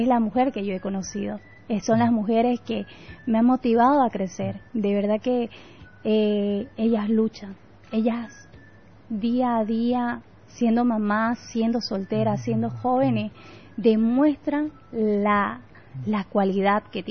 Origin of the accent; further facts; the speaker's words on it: Bolivia; Porque somos hermanas bolivianas.